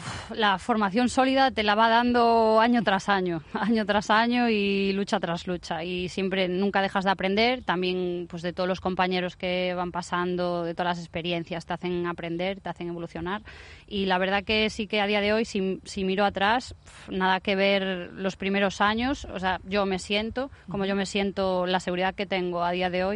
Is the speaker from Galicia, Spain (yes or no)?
yes; Galicia, Spain; moved away as an adult; now in Formentera, Spain; empecé muy jovencita a trabajar con 16 años en mi tierra, en Galicia